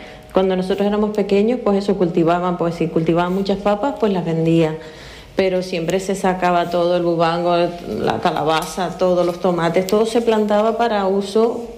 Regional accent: Icod de los Vinos, Canary Islands, Spain; Sí, yo pasé toda mi infancia en Santa Bárbara, en Icos de los Vinos. Pues soy la mayor de 4 hermanos, una familia muy humilde, que se dedicaba también pues a la agricultura y poco más.

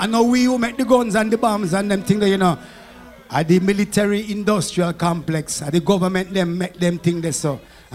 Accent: Birmingham, West Midlands, United Kingdom; now in France; me, I come from Birmingham, but now I live in the south of France.

